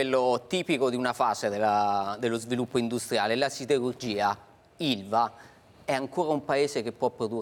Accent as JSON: {"language": "Italian", "region": "Umbria", "country": "Italy", "tie": "born or raised there", "said": "Io vengo dalla provincia di Terni, cioè siamo certo, cresciuti quindi... e abbiamo respirato quella roba lì per decenni."}